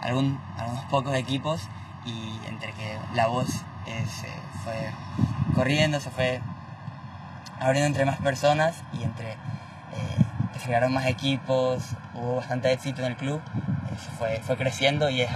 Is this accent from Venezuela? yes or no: yes; Venezuela; moved away; Al igual que él, yo llegué acá desde Venezuela y CFDS me abrió las puertas para conocer a mucha gente, no solamente de Venezuela, pero de muchas culturas